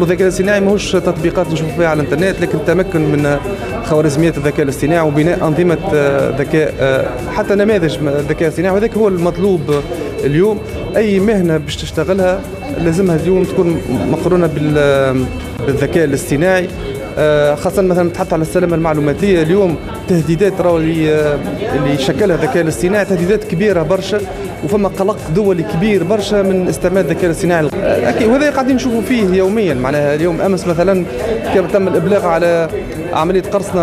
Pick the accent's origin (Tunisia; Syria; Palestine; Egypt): Tunisia; من نقاط القوة اللي عندنا في تونس